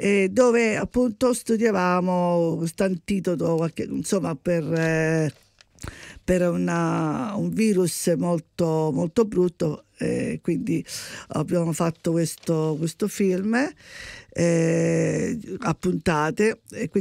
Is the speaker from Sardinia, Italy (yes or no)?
no; Rome, Lazio, Italy; perché essendo un ambiente napoletano non voglio far vedere che sono di Roma e quindi parlo così.